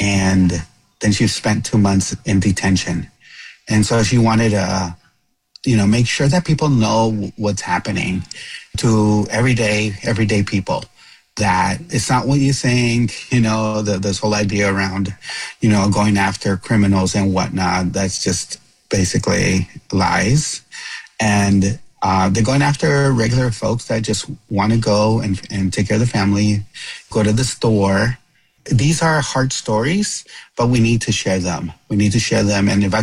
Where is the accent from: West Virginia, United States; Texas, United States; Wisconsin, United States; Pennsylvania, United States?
Texas, United States; And so for me, it's personal because I am Mexican, I'm Latino, growing up in Texas, and wanting to see my culture represented in a way that honors our communities.